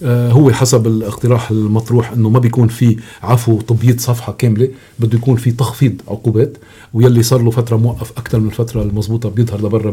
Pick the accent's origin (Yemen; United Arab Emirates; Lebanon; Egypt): Lebanon; نحن سلم العقوبات عندنا بلبنان مختلف كليا عن برا